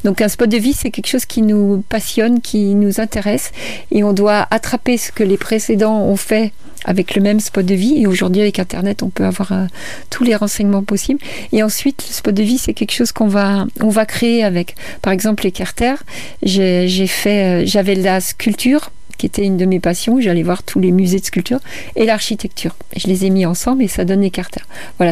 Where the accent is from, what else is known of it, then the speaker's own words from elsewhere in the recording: Paris, Île-de-France, France; born there; Moi, je suis née à Paris, donc si j'ai fait tout ce que j'ai fait en étant née à Paris, je pense que tout le monde peut le faire.